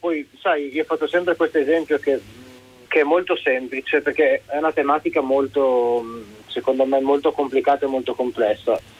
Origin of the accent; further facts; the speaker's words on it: Friuli-Venezia Giulia, Italy; moved away as an adult; also born or lived in Sicily / Netherlands; now in Netherlands and Belgium; sono nato in Sicilia, cresciuto in provincia di Udine